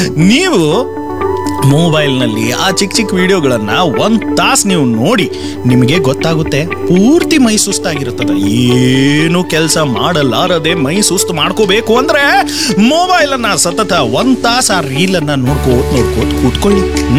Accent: Karnataka, India; born there; ನಮ್ಮ ಊರಿಂದ ಬೆಳಗಾವಿ 11-8 kilometers ಇರ್ಬೋದ್ರೆ

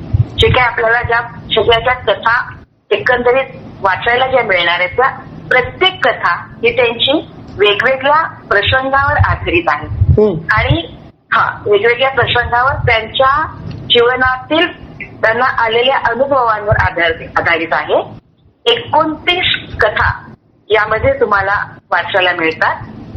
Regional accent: Nagpur, Maharashtra, India; moved away as an adult; also born or lived in Nashik / Thane; मी मुळात नागपूरची, माहेर नागपूरचं, माझं शिक्षण नागपूरच्या सोमलवार शाळेत झालं

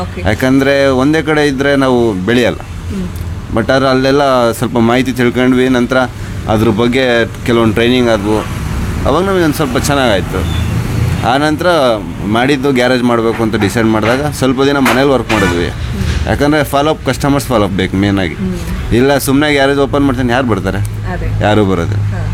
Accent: Shivamogga, Karnataka, India; Madam, ನಾವು total ಶಿವಮೊಗ್ಗನೇ. Shivamogga ಬಿಟ್ಟು ಎಲ್ಲೂ ಹೋಗೇ ಇಲ್ಲ. ಶಿವಮೊಗ್ಗದಲ್ಲಿ ಇಲ್ಲೇ ಹುಟ್ಟಿದ್ದು ಬೆಳೆದಿದ್ದು

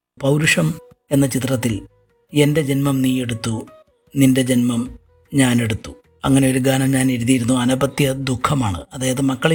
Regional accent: Aryankavu, Kerala, India; born there; accent: Kollam district; also born or lived in Kanchiyode, Thiruvananthapuram district / Thirumala, Thiruvananthapuram; പക്ഷേ ഞാൻ വളർന്നതൊക്കെ 7 വയസ്സ് മുതൽ ആര്യങ്കാവിലാണ്. അതുകൊണ്ട് എൻ്റെ സംസാര രീതിയും മറ്റ് പെരുമാറ്റ രീതിയും ഒക്കെ കൊല്ലം ജില്ലയുടെ ഒരു സവിശേഷതയായിട്ടാണ്.

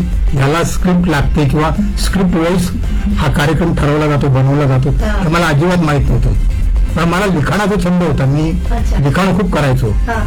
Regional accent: Mumbai, Maharashtra, India; मी आधी मुंबईत राहायचो, वरील कोळीवाडा हे माझं गाव आणि कोळीवाडा म्हटलं की संपूर्ण कोळ्यांचं गाव होते

